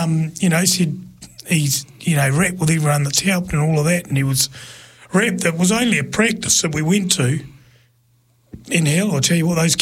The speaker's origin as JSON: {"language": "English", "town": "Palmerston North", "region": "Manawatū-Whanganui", "country": "New Zealand", "said": "I'm from Palmerston North."}